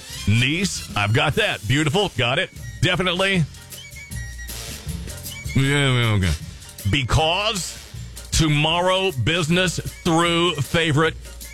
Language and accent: English; Kentucky, United States; I'm from Kentucky, so education is not really a peak thing to do in Kentucky.